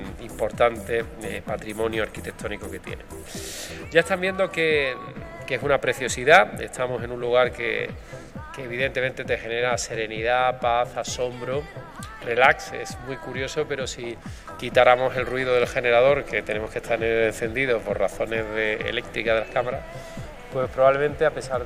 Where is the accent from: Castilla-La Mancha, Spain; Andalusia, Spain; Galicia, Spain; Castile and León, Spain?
Andalusia, Spain; Málaga; como malagueños y como andaluces